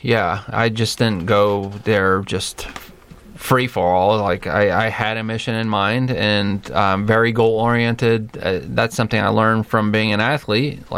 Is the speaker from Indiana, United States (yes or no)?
no; California, United States; I took for granted the way that I grew up in California